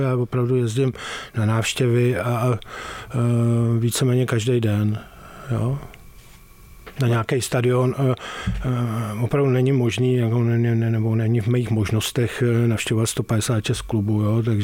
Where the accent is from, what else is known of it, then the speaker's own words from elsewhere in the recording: Prague, Czechia; jsem z Prahy, celý život jsem prožil v Praze